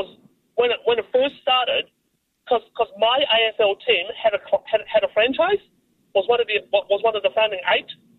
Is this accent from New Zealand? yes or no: yes; New Zealand; Hey, as I said, I'm a Kiwi.